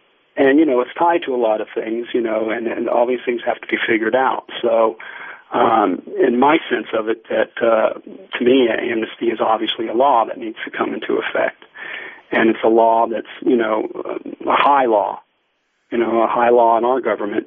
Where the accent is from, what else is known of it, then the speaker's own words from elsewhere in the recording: United States; I like to see us be in the forefront, which is America, because I'm an American.